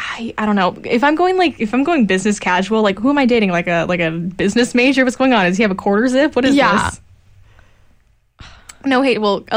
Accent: Dayton, Ohio, United States; I'm from the Dayton area.

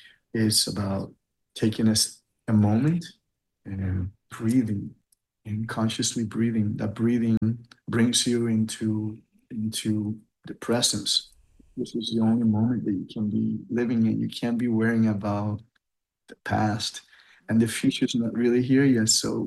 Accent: Puerto Rico; I'm from Puerto Rico and I live in an island and I spend a lot of time in the beach and I'm a waterman.

